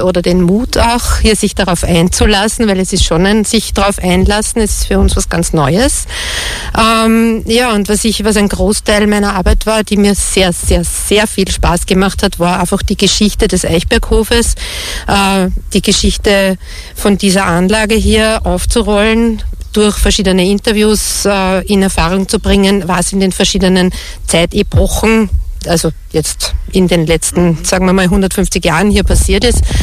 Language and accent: German; Oberaubach, Lower Austria, Austria; born there; Ich bin geboren in Oberaubach. Ich habe meine Vorfahren unspektakulärerweise alle in der Umgebung. Also ich kenne mich hier wirklich gut aus.